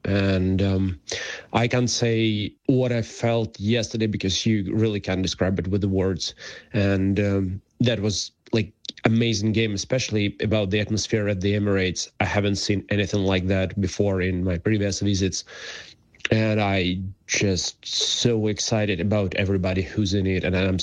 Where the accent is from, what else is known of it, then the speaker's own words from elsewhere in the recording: Ukraine; now in Poland; I'm from Ukraine, but right now I live in Poland due to the war.